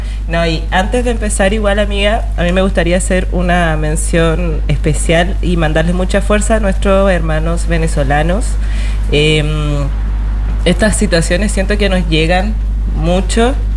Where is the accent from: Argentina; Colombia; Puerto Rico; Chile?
Chile; soy chilena